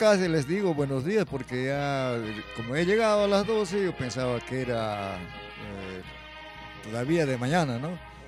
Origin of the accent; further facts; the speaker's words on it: Jangas, Ancash, Peru; now in Huaraz, Peru; mi Jangas querido, mi patria chica, mi distrito de Jangas.